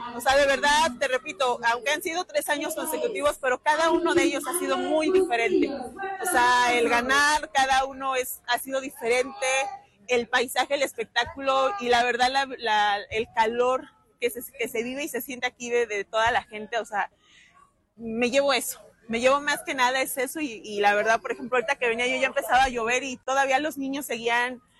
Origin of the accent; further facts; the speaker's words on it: Hidalgo, Mexico; Venimos del estado de Hidalgo